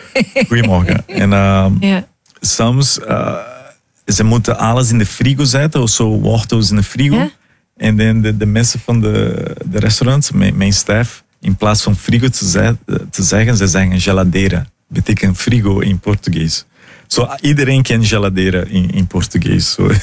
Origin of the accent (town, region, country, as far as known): Brazil; Dutch is a second language; now in Netherlands